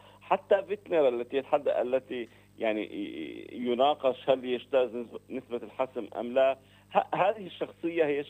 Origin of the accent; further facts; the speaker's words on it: Palestine; نحن كفلسطينيين